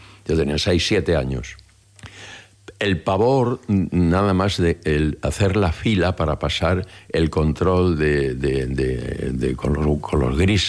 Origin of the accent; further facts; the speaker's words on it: Castile, Spain; now in Barcelona, Spain; vengo de ahí. Me importa mucho y me ayuda mucho a saber de dónde y de quién vengo.